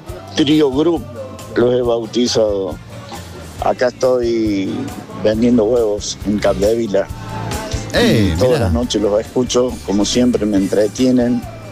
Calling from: Córdoba, Argentina; yo soy cordobés

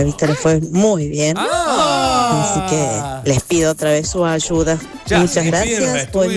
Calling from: Alberdi, Argentina; de Alberdi

